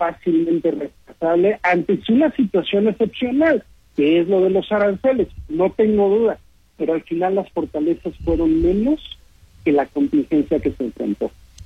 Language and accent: Spanish; Mexico; nosotros como mexicanos, específicamente en esa zona